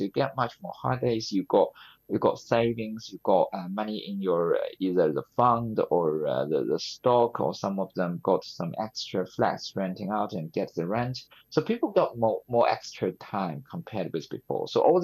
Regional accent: Nanjing, Jiangsu, China; also born or lived in Hull; my hometown, Nanjing, which is also a very large city in China.

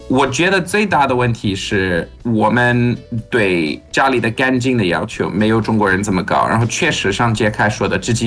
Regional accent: South Africa; Chinese is a second language; now in China; 小时候在南非

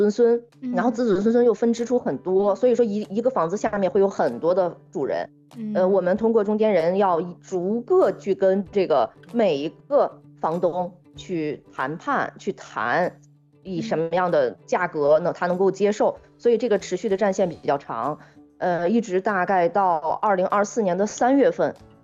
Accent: northern China, China; moved away as an adult; now in Hainan, China; 毕竟我们都是北方人，在北方长期居住生活，来海南只是度假

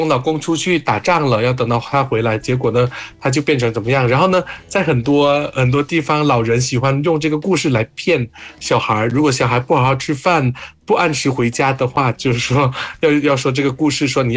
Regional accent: Thailand; Chinese is a second language; 对，我们泰国人就叫它塞游嘛，塞游就是西游

